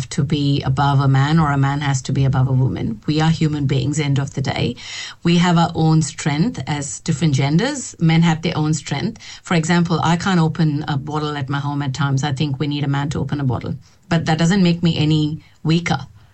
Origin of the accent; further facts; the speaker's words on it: Australia; ethnicity, but having lived my life pretty much in Australia, I carry a mix of my own ethnicity as well as being an Australian.